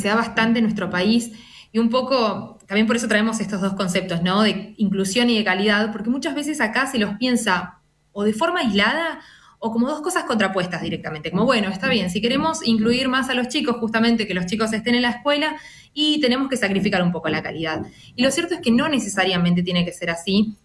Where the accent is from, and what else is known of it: Argentina